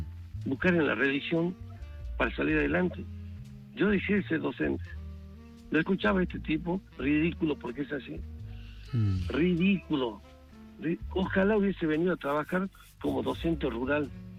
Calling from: Salta, Argentina; soy salteño

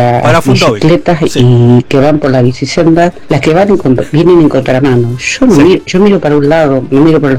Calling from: Buenos Aires, Argentina; de Caballito

